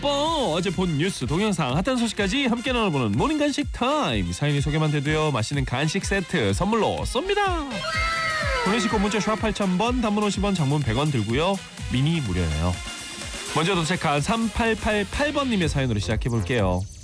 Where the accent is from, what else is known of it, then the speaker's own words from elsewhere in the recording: South Korea; 세계적인 무대에서 멋진 커리어를 쌓아가고 있는 모습을 보면 한국인으로서 늘 자랑스럽고 든든합니다.